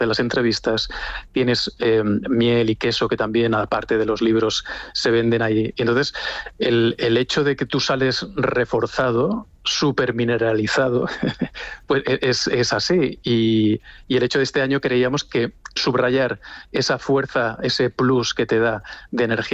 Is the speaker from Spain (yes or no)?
yes; Extremadura, Spain; en cuanto que, bueno, como extremeños, el hecho de siempre se ha tenido una especial atención con eso que se ha llamado la raya, ¿no?